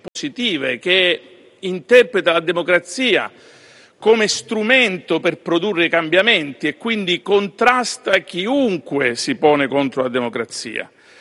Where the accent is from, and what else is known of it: Sicily, Italy